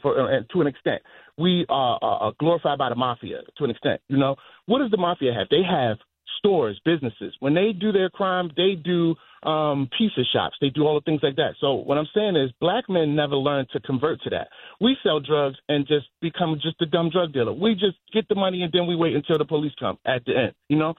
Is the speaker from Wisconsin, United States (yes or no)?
no; Baltimore, Maryland, United States; I grew up, I'm from Baltimore, so I grew up in the streets for real.